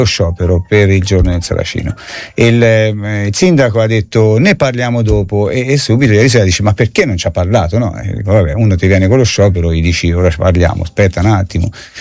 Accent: Rigutino, Tuscany, Italy

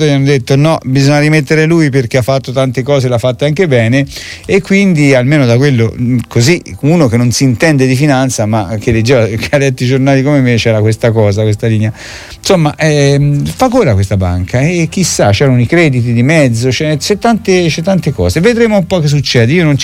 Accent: Arezzo, Tuscany, Italy; noi siamo toscani, è vero, siamo aretini, ma siamo sempre toscani

